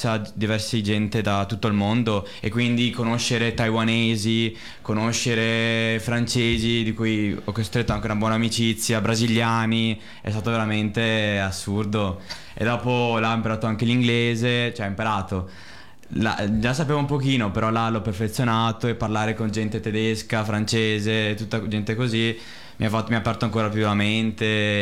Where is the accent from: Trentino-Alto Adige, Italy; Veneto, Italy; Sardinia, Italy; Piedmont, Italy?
Veneto, Italy; Resana; sono figlio di Simone, vengo da Resana